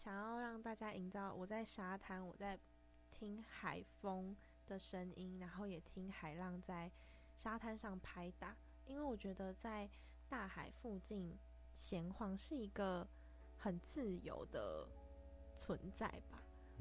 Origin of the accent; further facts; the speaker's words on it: Kinmen County, Taiwan; moved away as an adult; 因为我是来自金门，所以我其实来到大学之后发现金门有很多的美是我已经看见，跟很多的价值是我还没有发掘到的